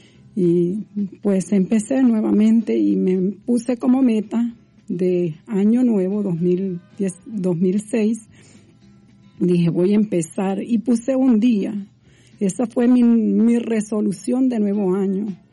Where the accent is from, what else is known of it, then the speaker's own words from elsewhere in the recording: El Salvador; moved away as an adult; Cuando yo tenía 15 años hice mi primer retiro de iniciación que estaba en mi país, El Salvador, y pues después viajé a los 18 años, me vine para este país.